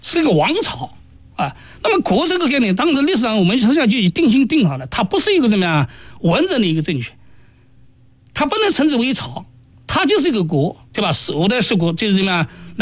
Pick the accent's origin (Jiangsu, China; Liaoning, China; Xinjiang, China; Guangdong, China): Jiangsu, China; Nanjing